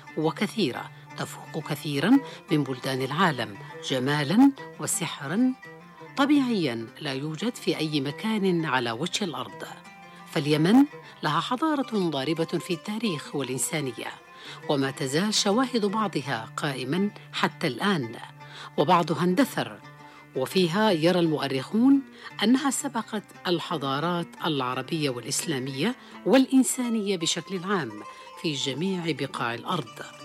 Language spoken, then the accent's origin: Arabic; Yemen